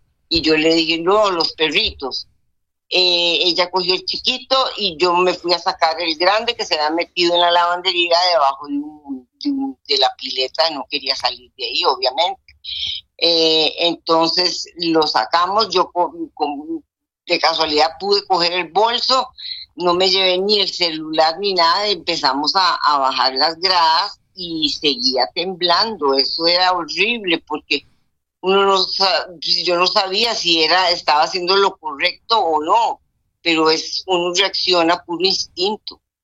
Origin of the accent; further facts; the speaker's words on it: San José, Costa Rica; now in Medellín, Colombia; Pues ya yo he pasado la experiencia de terremotos porque yo soy de Costa Rica. Yo estoy viviendo ahora en Medellín, pero yo soy de Costa Rica, de San José.